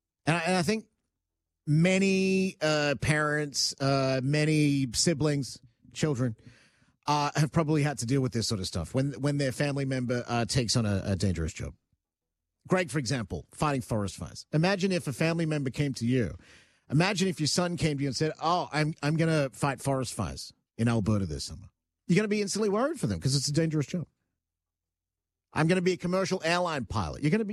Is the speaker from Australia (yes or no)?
yes; Australia; I'm Australian.